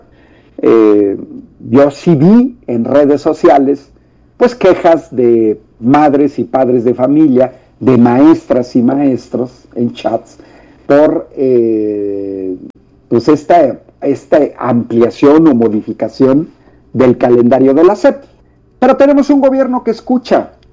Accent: Mexico; nosotros como mexicanos

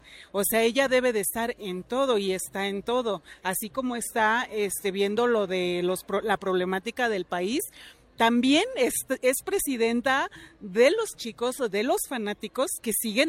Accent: Gustavo A. Madero, Mexico City, Mexico; yo vengo de la Gustavo Amadero y yo puedo decir

